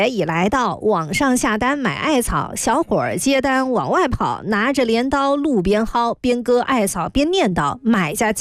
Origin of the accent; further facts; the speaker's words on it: Shandong, China; moved away; 在山东那边啊，我老家这边